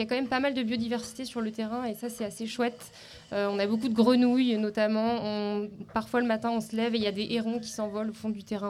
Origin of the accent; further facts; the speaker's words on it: Le Havre, Normandy, France; Nous-mêmes, on est du Havre à la base et on s'est retrouvés là.